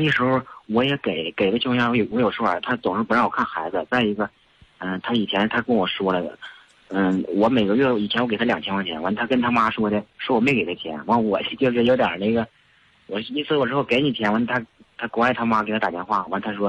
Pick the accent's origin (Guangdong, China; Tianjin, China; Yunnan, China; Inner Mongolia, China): Inner Mongolia, China; moved away; 我自己回老家，因为我老家是内蒙的